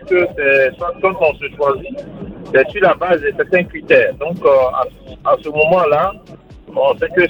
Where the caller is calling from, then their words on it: Abidjan, Côte d’Ivoire; moi je suis à Abidjan